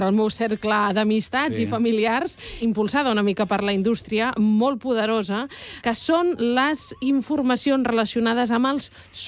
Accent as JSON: {"language": "Catalan", "region": "Valencian Community", "country": "Spain", "said": "Com a valenciana que sóc."}